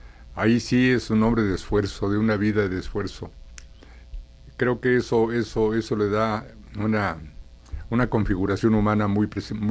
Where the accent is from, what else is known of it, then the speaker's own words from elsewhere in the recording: Mexico; la gran familia que somos los mexicanos